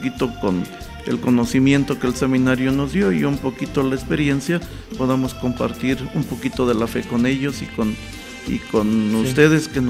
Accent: Villas Fuentes, Mexico; moved away; Concretamente estuve en mi tierra, que se llama Villas Fuentes.

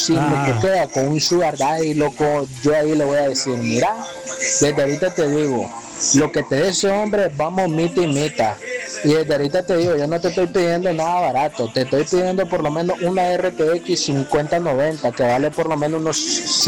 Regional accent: Mexico; Padrino, soy mexicano y yo le cobraría 350 por piruja.

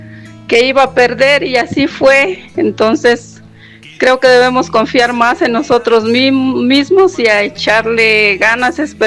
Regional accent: Mexico; Pienso que como mexicanos y como selección somos lo que pensamos.

